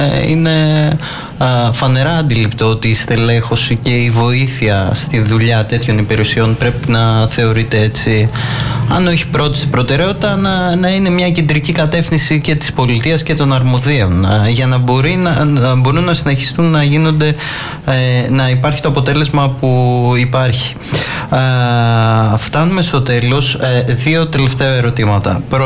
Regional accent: Kryopigi, Epirus, Greece; εγώ έλεγα την καταγωγή μου από την Κρυοπηγή

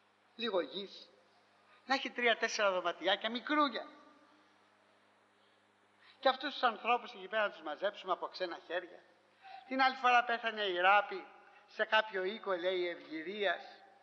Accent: Greece; Και εντράπηκα σαν Έλληνας.

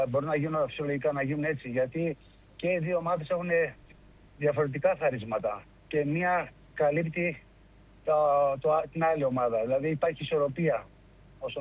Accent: Greece; για μας σαν Έλληνες

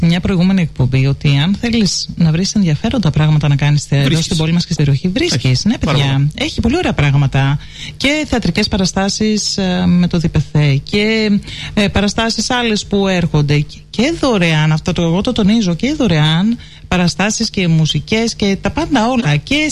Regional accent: Western Macedonia, Greece; moved away as an adult; Ήσουν και στα μέρη μου φοιτητής, όχι τίποτα άλλο. Εγώ ήρθα φοιτητή εδώ, εσύ πήγες στην Κοζάνη.

